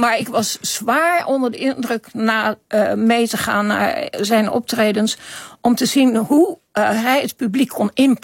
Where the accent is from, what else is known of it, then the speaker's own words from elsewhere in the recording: England, United Kingdom; Dutch is a second language; moved away; ik kwam uit Engeland